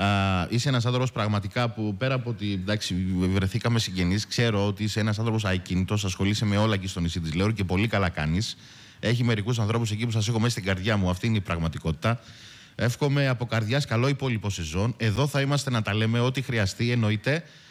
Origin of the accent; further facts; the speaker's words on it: Rhodes, South Aegean, Greece; born there; Στο χωριό μου λέγανε εδώ στα Πόλωνα της Ρόδου